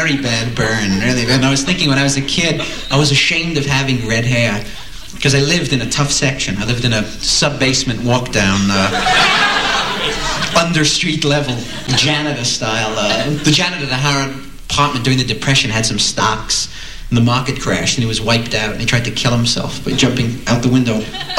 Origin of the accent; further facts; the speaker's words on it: Brooklyn, New York, United States; Used to go to the beach because I come from Brooklyn. We only had Coney Island, which was an awful beach.